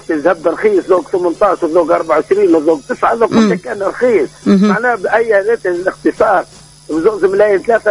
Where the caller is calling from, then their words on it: Zarzis, Medenine, Tunisia; أنا من قصر ولاد سعيد من جرجيس